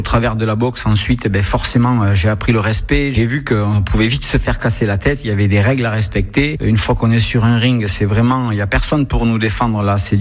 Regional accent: La Réole, Nouvelle-Aquitaine, France; Je suis natif de l'Aréole, j'ai grandi à l'Aréole, ma vie s'est passée à l'Aréole et je vis toujours à l'Aréole.

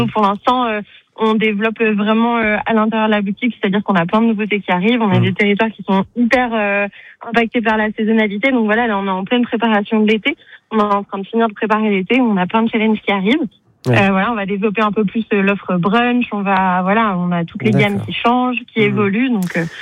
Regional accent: Trizac, Auvergne-Rhône-Alpes, France; moved away; Moi, je suis auvergnate, du coup, d'origine, du Nord Cantal, d'un petit village qui s'appelle Trizac.

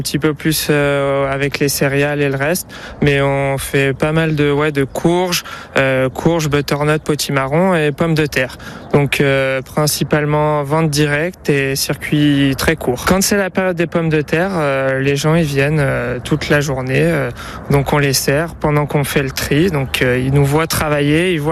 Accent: Aoste, Auvergne-Rhône-Alpes, France; C'est vrai que je suis né à Aoste, j'ai grandi à Aoste, et là j'ai acheté une maison récemment à Aoste.

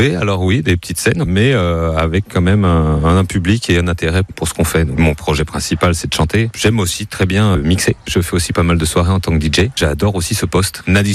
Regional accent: Auvergne-Rhône-Alpes, France; parce que je viens de là un petit peu, je viens des Alpes, donc du coup, on va dire, enfin, de la région Rhône-Alpes, donc pas mal de ski et de snowboard à la base.

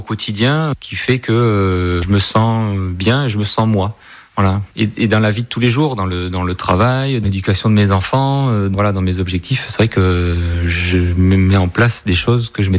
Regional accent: Bergerac, Nouvelle-Aquitaine, France; moi, je suis né à Bergerac, j'ai toujours vécu à Bergerac, j'ai toujours ramé pour Bergerac.

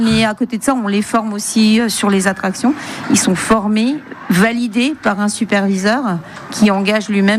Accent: Bruyères, Grand Est, France; born there; Je suis née à Bruyères.

